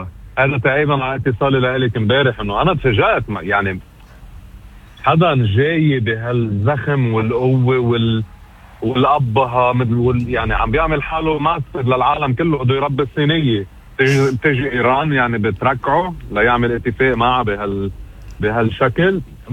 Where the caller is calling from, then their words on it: Lebanon; انا ما بدي حدا يدافع عني كأنا لبناني